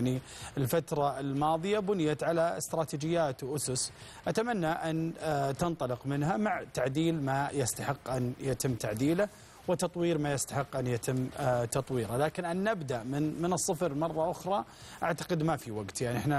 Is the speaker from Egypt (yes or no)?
no; Saudi Arabia; لنا كسعوديين